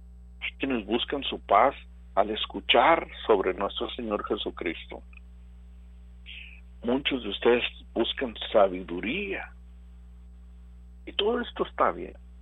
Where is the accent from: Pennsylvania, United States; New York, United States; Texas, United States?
Texas, United States; Rio Grande Valley; aquí de Texas. Que recordemos que antes de ser estadounidenses, nosotros somos tejanos, nosotros somos de Texas, y hacen prejuicios por nuestro color, por nuestra voz, por nuestra raza. Ni siquiera nuestro hablar es común en México